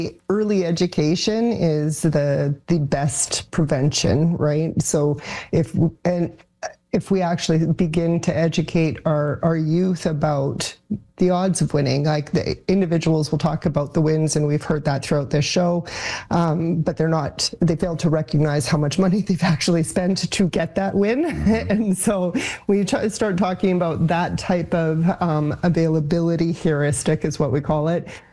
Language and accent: English; Alberta, Canada; I was born and raised in Alberta, and I remember watching games and whatnot